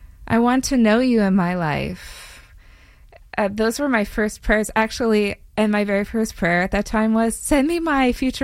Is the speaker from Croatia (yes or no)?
no; Western Canada, Canada; moved away; I'm from Canada, Western Canada, so I was studying up there.